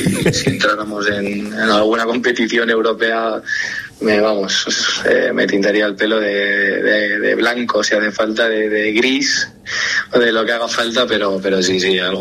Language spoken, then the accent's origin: Spanish; Jávea, Valencian Community, Spain; now in A Coruña, Spain; mi pueblo es Xàbia, y en castellano es Xàbia.